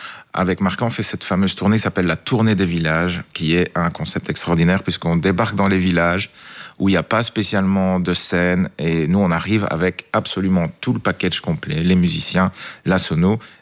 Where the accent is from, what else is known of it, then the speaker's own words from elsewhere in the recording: Saint-Ghislain, Wallonia, Belgium; Je suis de Saint-Guilain, plutôt, plus précisément.